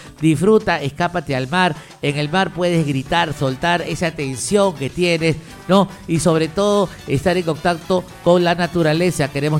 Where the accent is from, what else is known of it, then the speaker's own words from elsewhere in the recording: Acarí, Arequipa, Peru; Yo no soy de aquí, soy de Acarí. Acarí es un centro poblado de Arequipa, si no me equivoco.